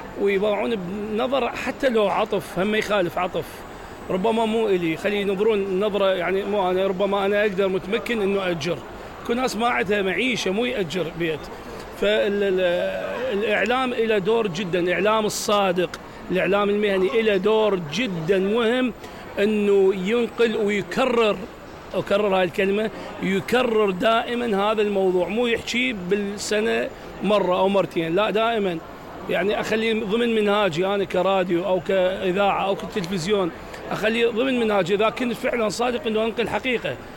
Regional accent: Basra Governorate, Iraq; إحنا هسه كمحافظة بصرة

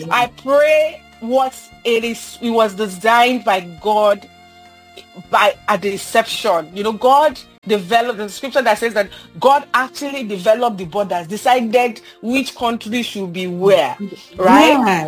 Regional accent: Nigeria; I am Nigerian.

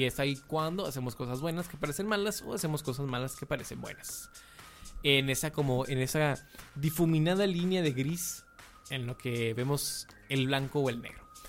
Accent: Mexico; todo lo que nos une como buenos mexicanos

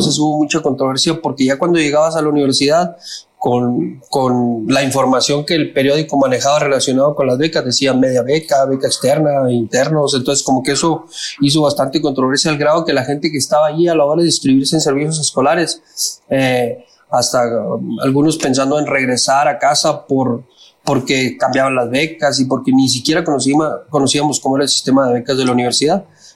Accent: Cuauhtémoc, Chihuahua, Mexico; ya estudiando yo aquí en Cuauhtémoc, que siendo originario de Chihuahua, mis papás me trajeron muy joven a esta ciudad de Cuauhtémoc, y bueno, yo estudié toda mi formación educativa es aquí en esta ciudad, excepto la universidad

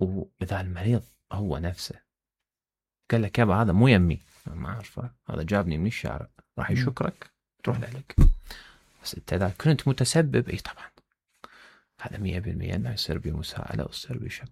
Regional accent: Hillah, Babil, Iraq; يعني معاونة من الحكومة المحلية في بابل. أتمنى أن مدينتي تصير بهالطريقة

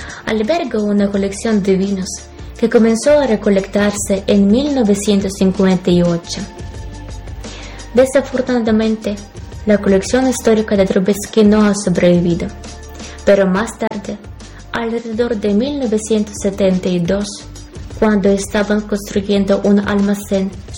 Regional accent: Kyiv, Ukraine; Spanish is a second language; Soy de Ucrania, de la gloriosa ciudad de Kiev.

